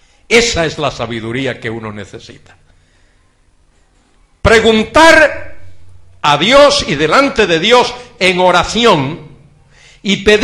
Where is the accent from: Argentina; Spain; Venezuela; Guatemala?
Spain; Galicia